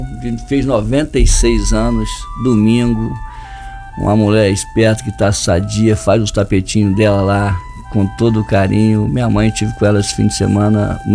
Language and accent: Portuguese; Barra de São João, Rio de Janeiro, Brazil; Eu sou do distrito de Barra do São João, né? A nossa população hoje é maior que a população de Casimiro.